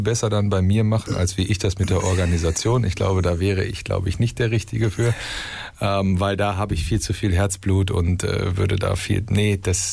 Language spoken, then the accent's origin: German; Porta Westfalica, North Rhine-Westphalia, Germany; ich bin gebürtig aus Porta Westfalica Felder